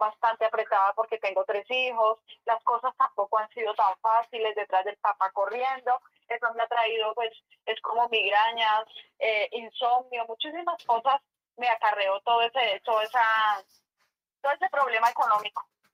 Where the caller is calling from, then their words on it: Zipaquirá, Cundinamarca, Colombia; De Zipaquirá.